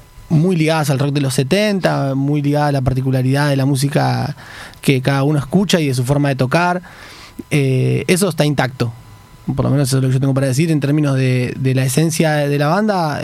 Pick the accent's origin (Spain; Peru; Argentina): Argentina; Morón, Buenos Aires Province; Y yo de ahí, Límite Morón.